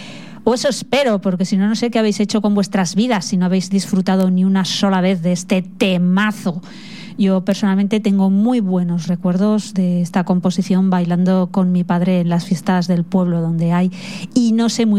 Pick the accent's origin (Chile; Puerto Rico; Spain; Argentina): Spain; Pyrenees; En Roncal, Salazar y Ansó amamos la música de México desde tiempos inmemoriales.